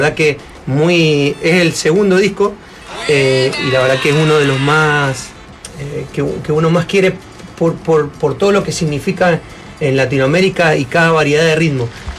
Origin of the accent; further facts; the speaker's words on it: Mendoza, Argentina; Nosotros somos mendocinos de la región cuyana, pegadito a Santiago y a la cordillera.